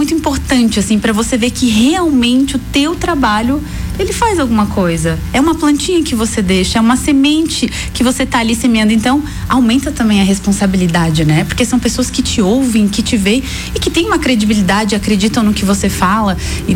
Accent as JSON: {"language": "Portuguese", "town": "São José do Cerrito", "region": "Santa Catarina", "country": "Brazil", "said": "estudou porque eu sou de São José do Cerrito, deu aula."}